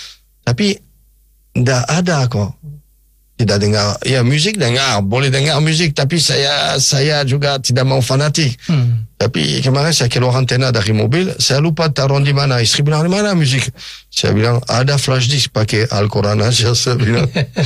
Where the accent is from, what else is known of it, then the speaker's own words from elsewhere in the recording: Nouvelle-Aquitaine, France; moved away; ada 17 kilo dari kampung saya, kok, dari kampung. Saya bilang kampung. Sekarang bukan kampung lagi, dulu kampung